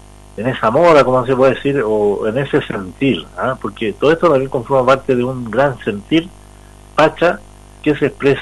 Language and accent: Spanish; Arica y Parinacota, Chile; lo que somos como cultura andina en nuestra región de Arica, Parinacota.